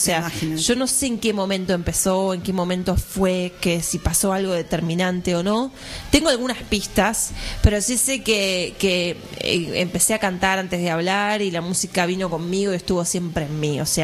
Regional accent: Quilmes, Buenos Aires Province, Argentina; Yo vengo de Quilmes, no sé si conocen, allá para el sur.

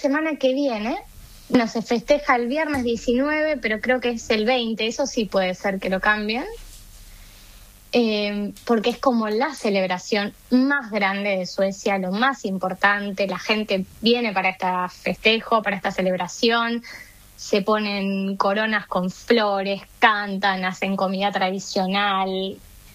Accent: Argentina; somos todos argentinos

